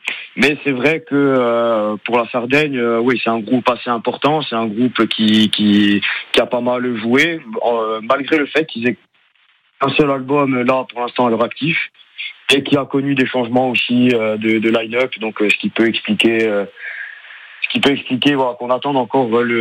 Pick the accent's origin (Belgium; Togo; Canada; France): France; Corsica; chez nous en Corse